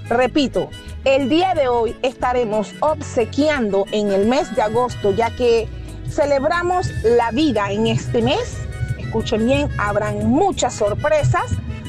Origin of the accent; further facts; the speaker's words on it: Panama; me siento muy contenta como panameña